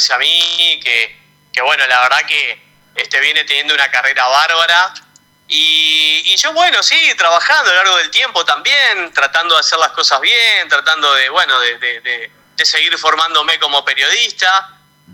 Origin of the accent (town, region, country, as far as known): Villa Guillermina, Santa Fe, Argentina; moved away